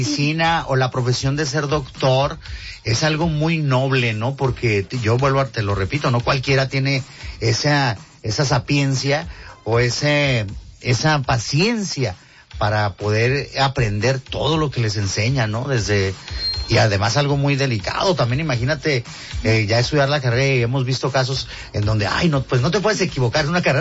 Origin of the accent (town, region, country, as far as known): Mexico